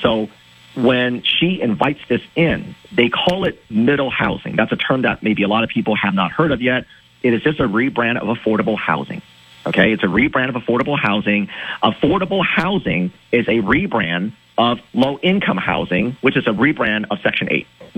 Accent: California, United States

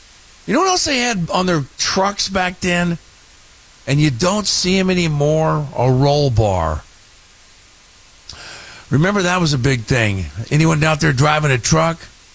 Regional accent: Elk Grove, United States; Those are the kind of trucks I grew up seeing around Elk Grove and such.

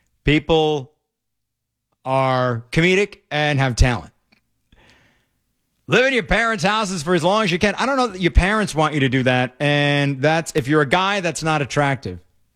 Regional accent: California, United States; heaven forbid, I'm a Californian, I can't vote Republican.

